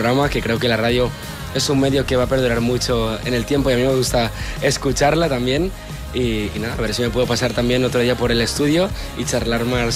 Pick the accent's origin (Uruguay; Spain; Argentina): Spain; Barcelona, Catalonia; yo soy de Barcelona.